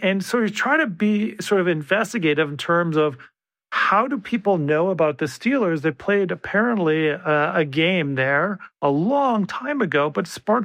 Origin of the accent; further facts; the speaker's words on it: Canada; now in Pittsburgh, United States; I came from Canada and my loyalty was to the Maple Leafs because it was passed down to me from one generation to another. When I moved to Pittsburgh, I fell in love with the Pens